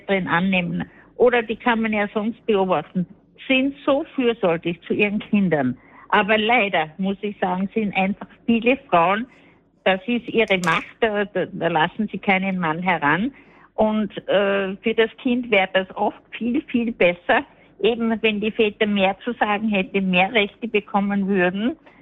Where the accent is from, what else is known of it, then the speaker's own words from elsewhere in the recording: Salzburg, Austria; born there; Ich muss mal dazu sagen, ich bin stolze gebürtige Salzburgerin.